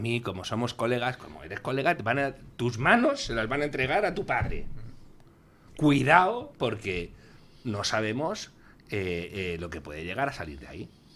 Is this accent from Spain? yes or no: yes; Spain